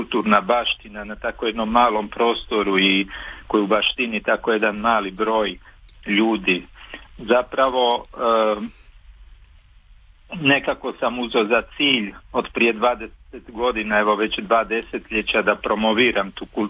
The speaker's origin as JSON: {"language": "Croatian", "town": "Prčanj", "region": "Kotor Municipality", "country": "Montenegro", "tie": "born or raised there", "moved": "yes", "lives_now": "Zagreb, Croatia", "said": "ja sam rođen u Kotoru, a djetinjstvo sam proveo na Prčanju."}